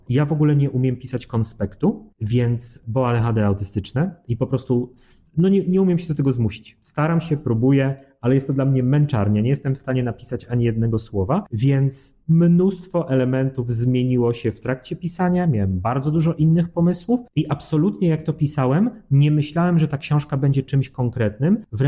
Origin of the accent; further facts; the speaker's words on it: Warsaw, Masovian Voivodeship, Poland; Ja jestem warszawiakiem z urodzenia.